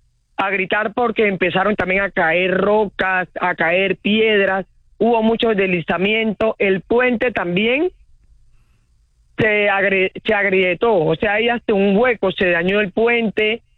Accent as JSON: {"language": "Spanish", "town": "Buenaventura", "region": "Valle del Cauca", "country": "Colombia", "said": "soy de Buenaventura, me dirigía para Ciudad de Cali a una cita médica"}